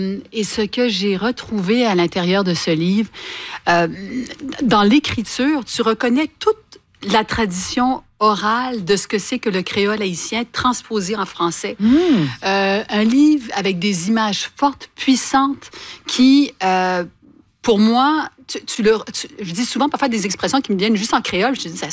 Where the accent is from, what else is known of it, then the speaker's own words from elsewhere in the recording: Quebec, Canada; born there; je suis née au Québec de parents haïtiens